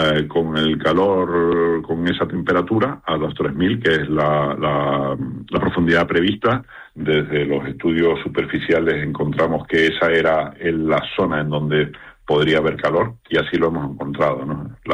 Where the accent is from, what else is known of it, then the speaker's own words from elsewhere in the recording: Canary Islands, Spain; En una región como la nuestra